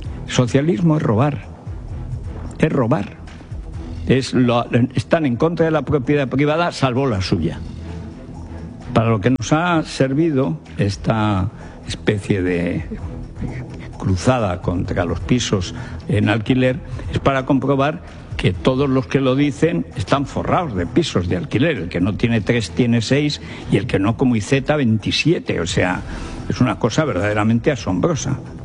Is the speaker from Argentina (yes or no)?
no; Spain; sino porque somos españoles.